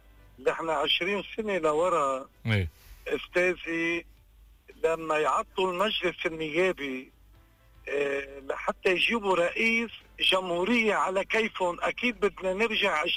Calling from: Tripoli, North Governorate, Lebanon; أنا من طرابلس، أنا هون أهلي، هون أهل بلدي

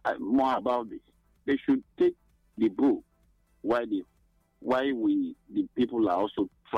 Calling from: Nigeria; I'm calling from Okpabi Nimbo, the Nozo One, the local government.

